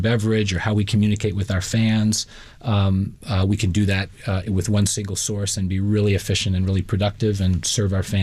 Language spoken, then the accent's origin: English; Boston, Massachusetts, United States; I grew up in the Boston area, just to show my age.